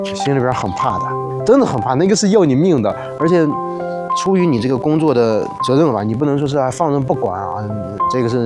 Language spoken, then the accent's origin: Chinese; Shanxi, China; moved away as an adult; 我家是山西的，就这边无亲无故，